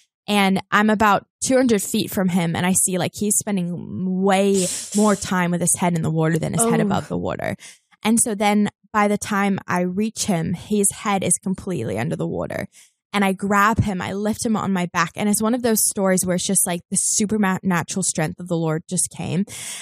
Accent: New Zealand; now in Los Angeles, United States; Yeah, so I had just several years ago, I just moved to LA. I grew up in New Zealand, moved to LA.

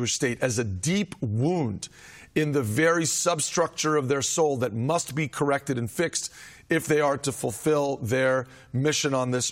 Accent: Venezuela; also born or lived in Miami, United States / Israel; I grew up in Venezuela, Miami, and Israel, not a lot of snow.

